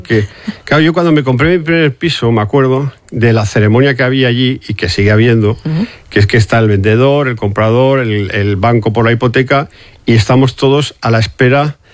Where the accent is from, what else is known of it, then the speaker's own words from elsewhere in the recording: Barbastro, Aragon, Spain; moved away; yo soy aragonés, nacido en la provincia de Huesca, en Barbastro.